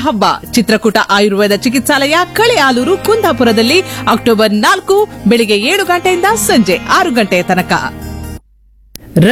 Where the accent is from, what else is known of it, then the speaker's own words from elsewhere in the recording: Koteshwara, Karnataka, India; so ನಮ್ಮ ಊರಿನ ನಮ್ಮ ಕೋಟೇಶ್ವರದ ಅಲ್ಲಿಂದ ಈಗ ಬಸ್ರೂರು ಕರುಣಾಕರ ಗಾಣಿಗ ಅವರು ಸೈನಿಕರಾಗಿ